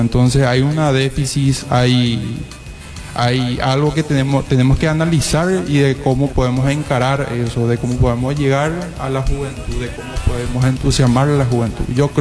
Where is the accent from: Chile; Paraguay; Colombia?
Paraguay; Liberación, San Pedro; soy del Distrito de Liberación.